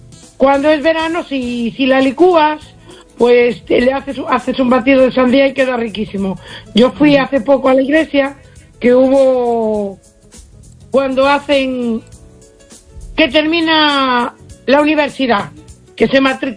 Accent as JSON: {"language": "Spanish", "town": "A Coruña", "region": "Galicia", "country": "Spain", "tie": "born or raised there", "also_born_or_lived": "Uruguay", "said": "yo soy uruguaya, aunque me crié en La Coruña"}